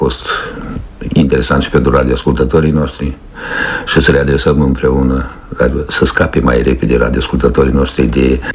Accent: Moldova; aici, în Moldova noastră

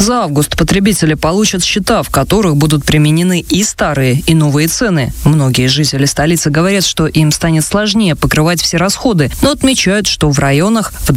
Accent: Chișinău, Moldova; Я из Флоришты, и у нас еще 10 лет назад стоило 25 леев за кубометр.

